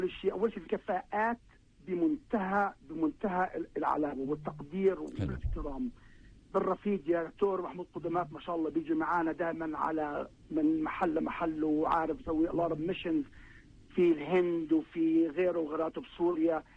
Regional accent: Palestine; now in United States; أنا كإنسان كفلسطيني

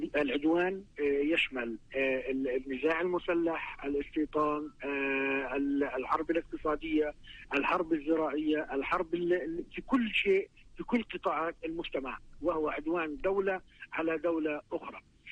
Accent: Palestine; التي نعاني منها كفلسطينيين في الضفة الغربية وفي القدس الشرقية

